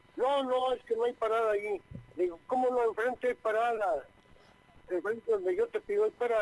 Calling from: Baja California, Mexico; De aquí de la colonia 3 de octubre.

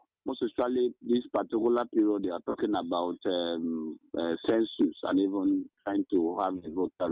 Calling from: Nigeria; I'm calling from Okwavinugo, the Nozowani local room.

